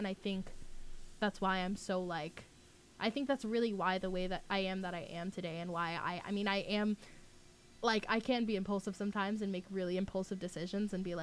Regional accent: Florida, United States; and we were, because I'm from Florida, and I'm

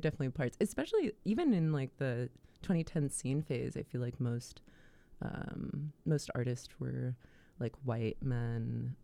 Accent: Leavenworth, Kansas, United States; moved away; I grew up in Leavenworth, Kansas, mm-hmm. Which is like northeast corner of Kansas.

